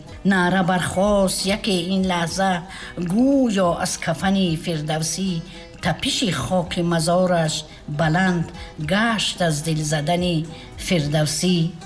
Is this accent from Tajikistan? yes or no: yes; Tajikistan; در کوچه و بازارها میشناختن که ما مردم تاجیک هستیم.